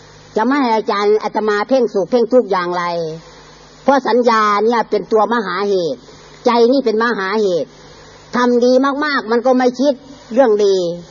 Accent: Isan, Thailand; ผมมาจากอีสานผมมาบำเพ็ญอยู่เชียงใหม่

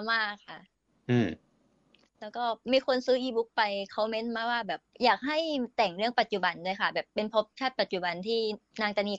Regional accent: Southern Thailand, Thailand; หนูเป็นคนใต้นะคะ

